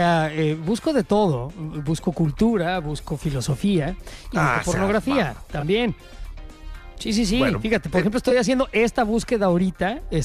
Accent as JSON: {"language": "Spanish", "country": "Mexico", "said": "porque soy mexicano y llevo 57 años en esta tierra"}